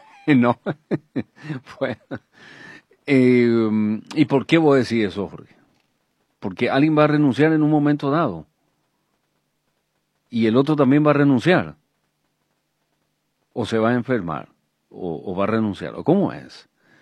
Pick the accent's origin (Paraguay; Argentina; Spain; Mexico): Paraguay; ¿qué sabemos realmente del 14 y 15 de mayo en forma así profunda, interesante, crítica como pueblo paraguayo?